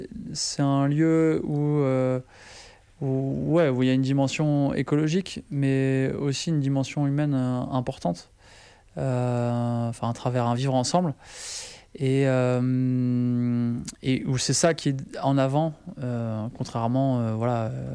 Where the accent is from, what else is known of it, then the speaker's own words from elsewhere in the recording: Hauts-de-France, France; moved away as an adult; now in southern France; j'ai grandi dans le Nord, mais un stage de fin d'études m'a amené à vivre en Charente